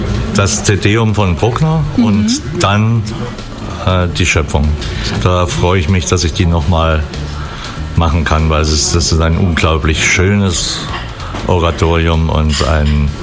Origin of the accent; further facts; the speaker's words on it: Thuringia, Germany; Das als Thüringer mal original zu sagen.